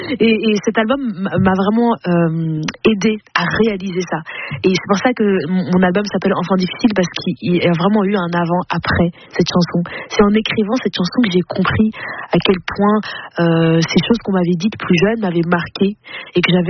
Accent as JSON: {"language": "French", "region": "Flanders", "country": "Belgium", "tie": "born or raised there"}